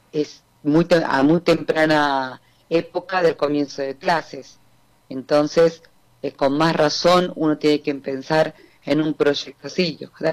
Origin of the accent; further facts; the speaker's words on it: San Martín de los Andes, Neuquén, Argentina; Yo vengo de San Martín de los Andes y hay una comunidad educativa muy activa.